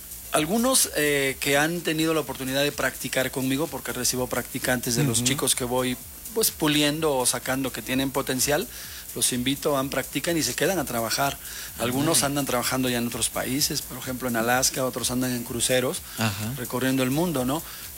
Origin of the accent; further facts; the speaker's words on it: Cancún, Quintana Roo, Mexico; Yo, bueno, vengo de Cancún, vivo en Cancún